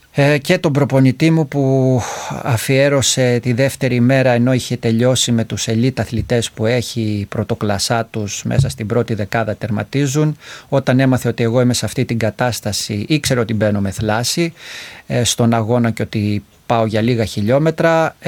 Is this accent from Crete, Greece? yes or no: no; Mantamados, North Aegean, Greece; του ταξιάρχη που έχουμε στο χωριό μου, στο Μανταμάδο